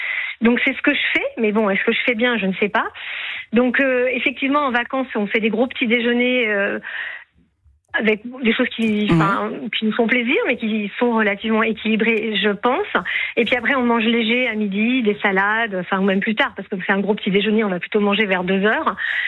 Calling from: Meylan, Auvergne-Rhône-Alpes, France; moi j'habite à Meylan. Donc on a encore la canicule, mais on a de la chance, on habite un peu en hauteur.

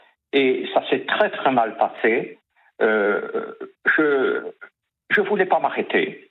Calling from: Île-de-France, France; j'ai 63 ans et je suis en Île-de-France.

